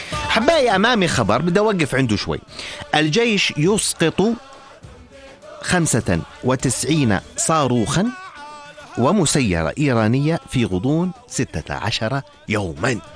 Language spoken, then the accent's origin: Arabic; Jordan; أو نرفع له العقال بطريقتنا الأردنية